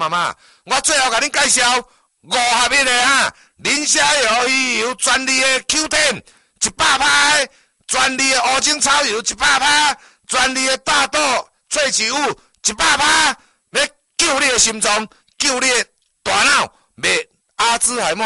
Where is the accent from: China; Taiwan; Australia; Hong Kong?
Taiwan; Dongshi, Chiayi County; ，我来自嘉义东石的农村